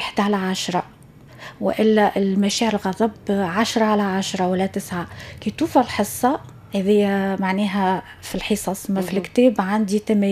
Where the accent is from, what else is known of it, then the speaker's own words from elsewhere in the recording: Ariana, Ariana Governorate, Tunisia; also born or lived in Tunis / El Haouaria (family roots); وعشت المراهقة متاعي في أريانا، برج باكوش، قريت في برج باكوش.